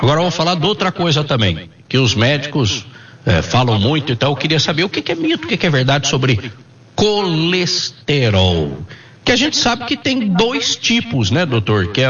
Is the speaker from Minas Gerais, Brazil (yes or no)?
yes; Minas Gerais, Brazil; Eu sou mineiro, né?